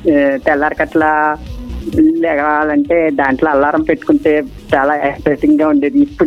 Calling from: Mogalthur, Andhra Pradesh, India; From Mogalturu.

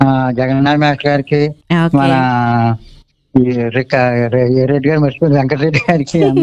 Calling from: Durgada, Andhra Pradesh, India; మాది దుర్గాడ, కాకినాడ జిల్లా దుర్గాడమ్మ.

